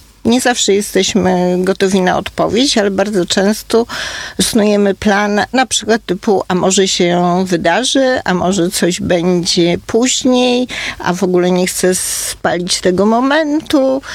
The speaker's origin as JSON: {"language": "Polish", "town": "Warsaw", "region": "Masovian Voivodeship", "country": "Poland", "said": "na przykład ja jestem z Warszawy"}